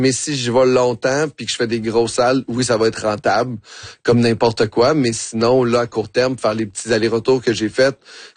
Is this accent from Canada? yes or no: yes; Quebec City, Quebec, Canada; born there; also born or lived in Bagotville / Saint-Hubert; now in Montreal, Canada; Je suis né à Québec. En fait, ça a été les 8 premières années de ma vie. J'ai passé dans le coin de Val-Bélair, Vanier.